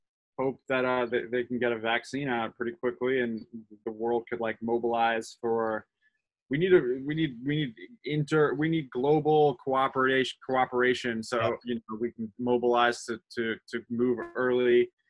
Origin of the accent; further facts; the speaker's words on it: New York, United States; moved away; I grew up in New York, suburbs of New York, and like pretty affluent area.